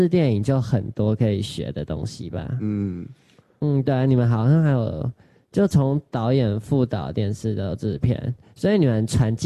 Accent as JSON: {"language": "Chinese", "region": "central Taiwan", "country": "Taiwan", "said": "我自己中南部是不太搭公车，因为我是中部人。"}